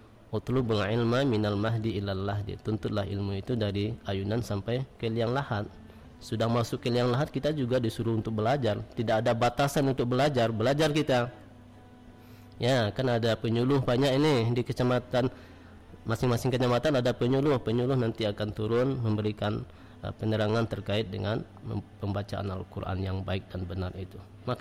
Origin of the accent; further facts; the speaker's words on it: Indonesia; di kampung kami Badal Indrapura